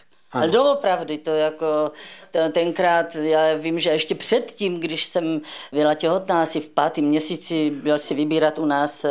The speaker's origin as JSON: {"language": "Czech", "town": "Brno", "region": "South Moravian Region", "country": "Czechia", "tie": "born or raised there", "said": "protože Brno je domov"}